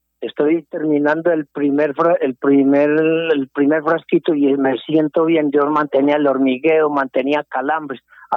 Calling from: Medellín, Antioquia, Colombia; Yo vivo en Los Colores.

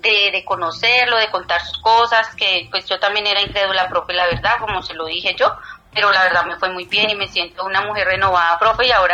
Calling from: Itagüí, Antioquia, Colombia; De Itagüí, Antioquia.

